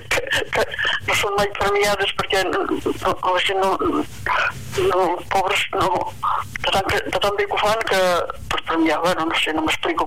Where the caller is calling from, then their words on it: Santa Pau, Catalonia, Spain; de Santa Pau